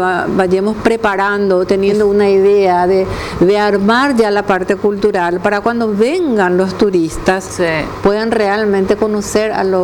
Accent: Paraguay

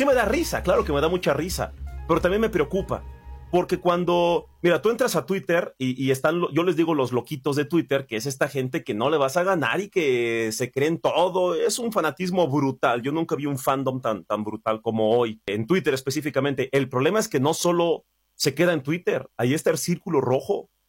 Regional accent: Mexico

